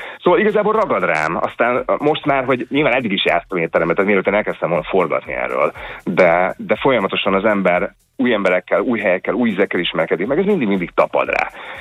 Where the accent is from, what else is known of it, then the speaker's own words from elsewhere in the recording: Debrecen, Hajdú-Bihar, Hungary; mert Debrecenben nőttem föl, valahogy nagyon messze volt minden víz